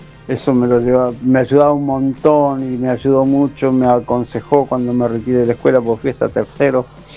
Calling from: Argentina; de Guaite

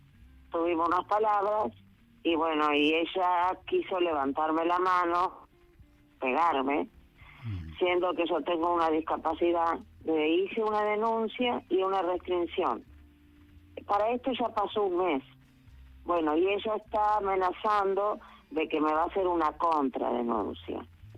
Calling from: Mar del Plata, Buenos Aires Province, Argentina; de Mar del Plata.

